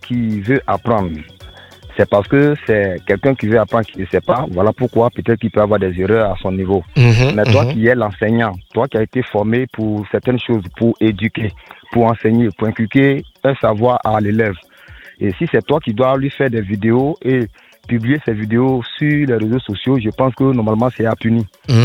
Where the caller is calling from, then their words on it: Brofodoumé, Abidjan, Côte d’Ivoire; J'appelle de Brofodoumé.